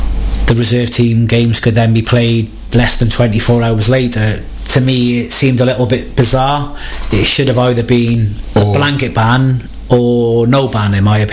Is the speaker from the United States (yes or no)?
no; United Kingdom; we're not used to this kind of weather being British